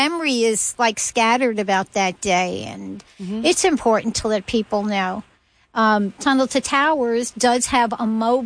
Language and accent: English; New York, United States; Believe it or not, I'm a New Yorker who loves country music.